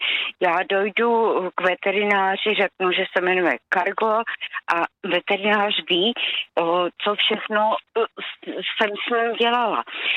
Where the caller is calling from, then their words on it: Kyjov, South Moravian Region, Czechia; já jsem z Kyjova.